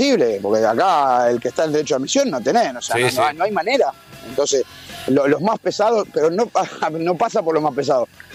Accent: Argentina; acá viste cómo somos los argentinos

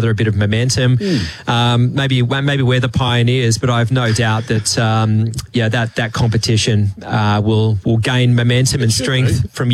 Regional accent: Perth, Western Australia, Australia; I grew up in Perth in WA.

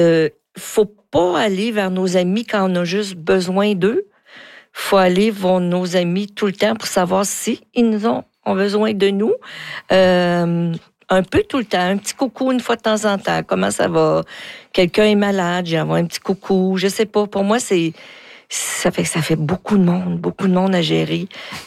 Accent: Rouyn-Noranda, Quebec, Canada; je suis née en Rouyn-Noranda.

